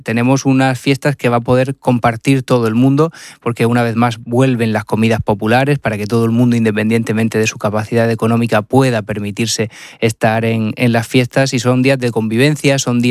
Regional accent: La Unión, Region of Murcia, Spain; los propios unioneses salimos a la calle

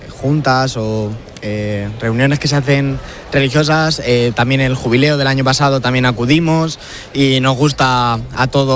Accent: Alcázar de San Juan, Castilla-La Mancha, Spain; De Alcázar de San Juan, Ciudad Real, y somos de la parroquia de Santa María la Mayor, de la localidad de allí.

